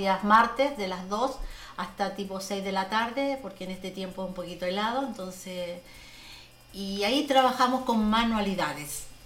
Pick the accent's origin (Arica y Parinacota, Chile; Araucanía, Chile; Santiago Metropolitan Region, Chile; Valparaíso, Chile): Santiago Metropolitan Region, Chile; Santiago; now in Litueche, Chile; Estoy hace 2 años, voy a cumplir 3 años acá en Litueche, me vine de Santiago